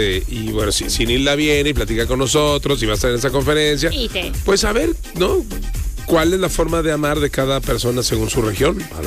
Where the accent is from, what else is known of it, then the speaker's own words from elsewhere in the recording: Mexico; Yo soy mexicano